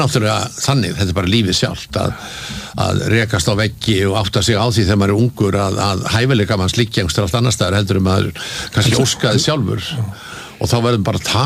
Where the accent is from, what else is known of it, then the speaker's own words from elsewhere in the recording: Reykjavík, Capital Region, Iceland; Já, ég sko alveg upp í Laugarneskverfinu og, og, og hérna bjóð þar þegar ég var ungur maður og, og ég man eftir mér þar fyrst í 1635.